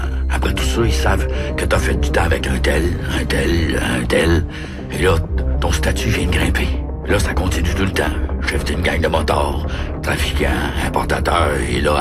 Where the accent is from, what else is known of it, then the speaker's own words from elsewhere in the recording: Quebec City, Quebec, Canada; J'ai été élevé à Saint-Roch, j'étais à Limoilou. Il y avait rien.